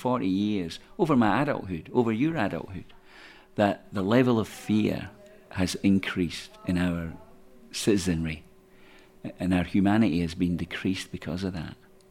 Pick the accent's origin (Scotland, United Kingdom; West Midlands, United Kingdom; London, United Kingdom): Scotland, United Kingdom; born there; being Scottish, that's part of our culture.